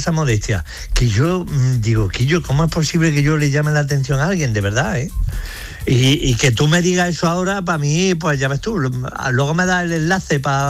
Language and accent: Spanish; Jaén, Andalusia, Spain; mi tierra, en Jaén